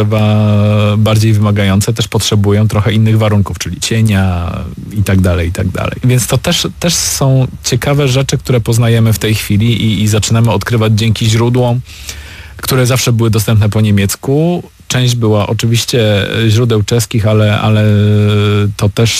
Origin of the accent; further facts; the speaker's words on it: Silesian Voivodeship, Poland; może nawet wcześniej od Jabłonkowa, aż po gdzieś tam po Zieloną Górę i Krosno Odrzańskie. Więc to są dla mnie bardzo charakterystyczne właśnie rejony, w których wyrosłem i w których dobrze się czuję